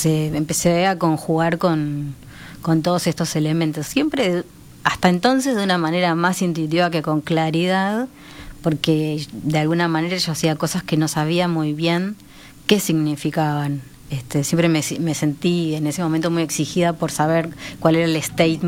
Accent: Bariloche, Río Negro, Argentina; now in Uruguay; Yo me crié básicamente en Bariloche, en mi infancia, y Bariloche tiene una estética muy parecida a de donde viene mi familia, que es eslovena.

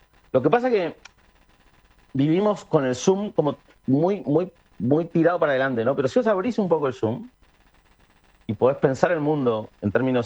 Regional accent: Rosario, Santa Fe, Argentina; born there; Acá, bueno, en Buenos Aires, en los centros urbanos, en Rosario, en donde yo nací, una ciudad muy, muy progresista. Pero después, la Argentina es fundamentalmente católica.

